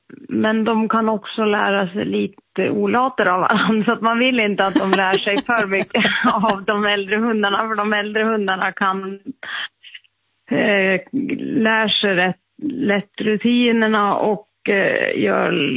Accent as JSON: {"language": "Swedish", "region": "Jämtland County", "country": "Sweden", "tie": "born or raised there", "said": "Ja, dels är jag uppväxt på en bondgård och har jobbat med, eller har levt med det här livet i hela mitt liv egentligen. Mina föräldrar var lantbrukare uppe i Jämtland."}